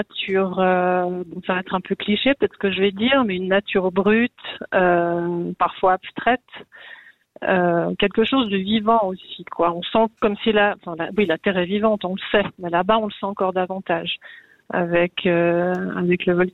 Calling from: Switzerland; Je suis de retour en Suisse.

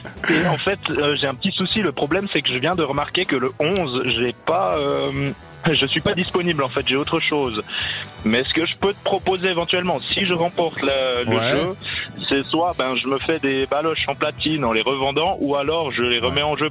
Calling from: Haute-Nendaz, Valais, Switzerland; Je t'appelle de Haute-Ninde.

